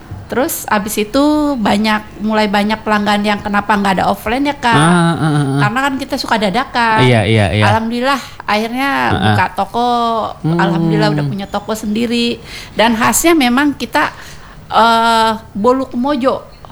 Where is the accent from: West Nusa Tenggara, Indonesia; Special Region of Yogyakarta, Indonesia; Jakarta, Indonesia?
Jakarta, Indonesia; now in Pekanbaru, Indonesia; Saya aslinya dari Jakarta.